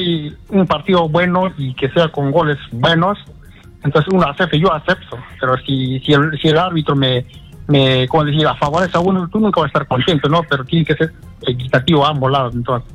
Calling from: Tambo Valley, Arequipa, Peru; yo vivo, soy del Valle de Tambo.

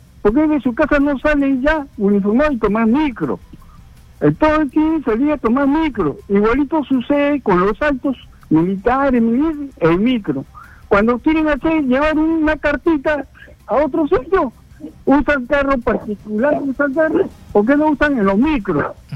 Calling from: Lima, Peru

